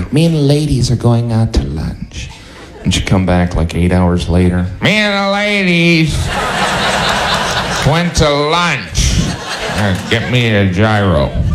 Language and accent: English; Indiana, United States; I am from Indiana, and I know what most of you are thinking. Indiana Mafia. But where I grew up, there was something very similar to the Mafia.